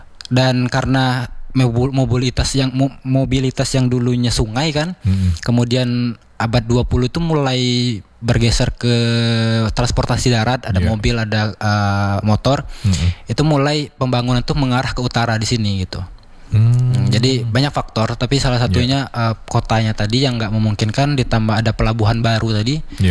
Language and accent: Indonesian; West Sumatra, Indonesia; sesama kita orang Minang